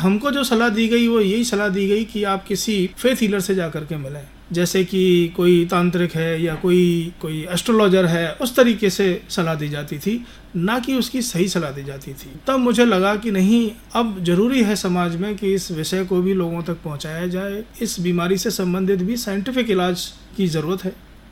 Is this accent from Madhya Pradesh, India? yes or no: yes; Gwalior, Madhya Pradesh, India; मेरा जन्म तो ग्वालियर शहर में ही हुआ है और मैं ग्वालियर का ही रहने वाला हूँ और मेरी 12वीं क्लास तक जो शिक्षा है वो ग्वालियर में ही हुई है।